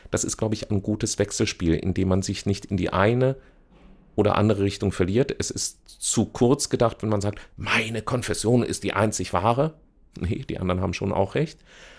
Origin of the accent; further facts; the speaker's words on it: Marburg, Hesse, Germany; Ich bin aufgewachsen in Marburg an der Lahn. Mein Vater war Pfarrer an der Elisabethkirche in Marburg.